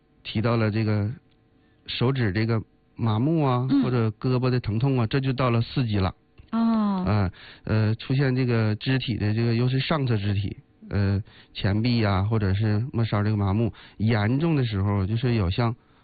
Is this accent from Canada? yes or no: no; Northeast China, China; 咱们作为东北人来说吧